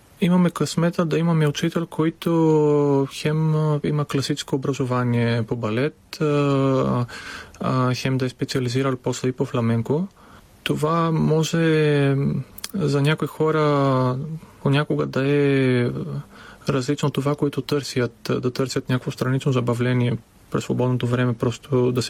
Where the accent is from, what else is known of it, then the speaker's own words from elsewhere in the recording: Veria, Central Macedonia, Greece; Bulgarian is a second language; now in Bulgaria; Особено родния ми град Верия, отнема по-малко време да дойда до София, отколкото от там за Атина.